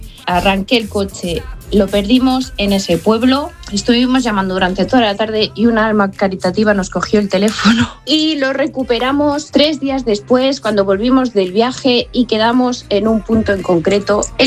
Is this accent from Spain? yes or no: yes; Barcelona, Catalonia, Spain; Nosotros somos de Barcelona y vamos a hacer una ruta.